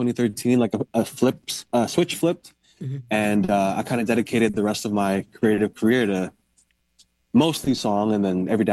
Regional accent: Philippines; Of being a Filipino surrounded by other Filipinos, especially family.

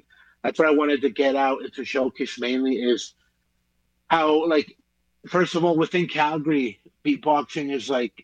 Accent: Belize; moved away; I'm from Belize, so I have Caribbean, music essence with me, Salvadorian essence.

